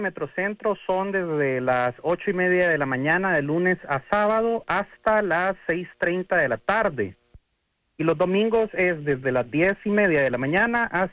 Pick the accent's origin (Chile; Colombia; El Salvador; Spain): El Salvador; todo aquello que nos hace orgullosamente salvadoreños